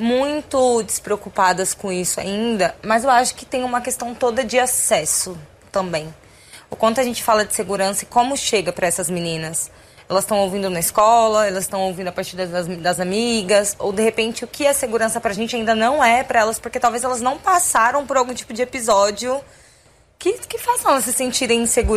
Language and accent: Portuguese; São Paulo, Brazil; Não, gente. Mas não, porque eu sou de São Paulo, né?